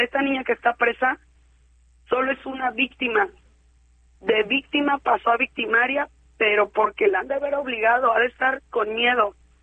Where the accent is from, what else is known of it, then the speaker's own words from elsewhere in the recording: Ciudad Mante, Tamaulipas, Mexico; yo soy de Ciudad Mante, Tamaulipas